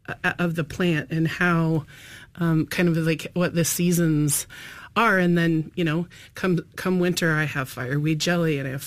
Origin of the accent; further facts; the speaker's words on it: Idaho, United States; now in Alaska, United States; the way that I grew up in Idaho